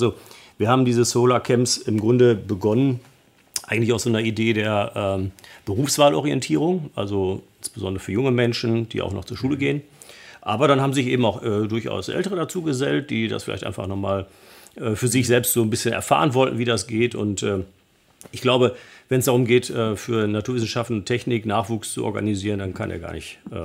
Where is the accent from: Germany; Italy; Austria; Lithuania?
Germany; Hamm, North Rhine-Westphalia; Aus meiner Heimatstadt Hamm, die liegt so am Rande der Soester Börde, da haben wir schon relativ hohe Bodenzahlen.